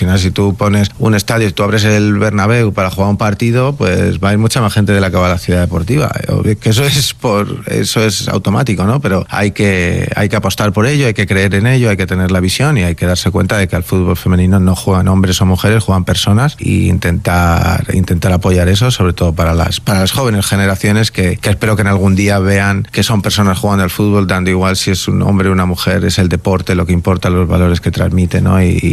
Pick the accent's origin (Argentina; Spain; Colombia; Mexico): Spain; moved away as an adult; also born or lived in Scotland / England / United States; yo siempre soy muy español, pero ya estoy un poco también globalizado, pero siempre sí, siempre muy orgulloso de mi país, de mis raíces, de donde soy